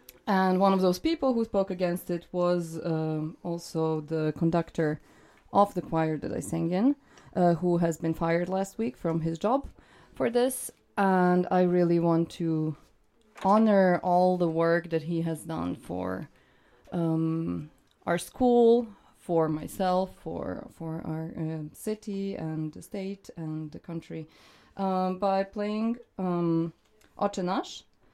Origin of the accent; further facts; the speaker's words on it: Serbia; now in Vienna, Austria; So I'm personally from Serbia, and I 12 years before I joined this choir, I sang in another choir, which was my high school choir.